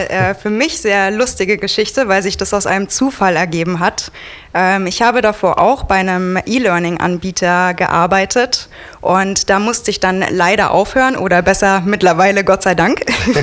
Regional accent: Munich, Bavaria, Germany; moved away; ich komme nämlich eigentlich aus München

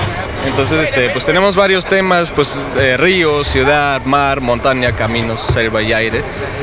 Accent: Düsseldorf, North Rhine-Westphalia, Germany; Sí, es que soy de aquí, de Düsseldorf, nací aquí y nada, pues aquí doy lo que puedo.

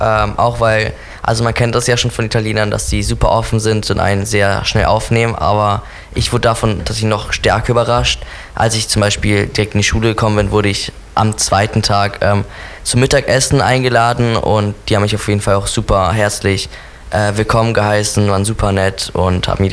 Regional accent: Germany; also born or lived in Rome, Italy; Genau, also ich bin in Rom geboren, genauso wie meine Mutter.

